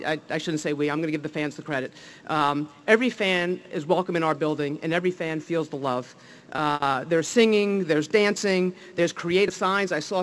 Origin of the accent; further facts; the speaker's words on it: New Jersey, United States; you could tell from my accent probably, I'm from New Jersey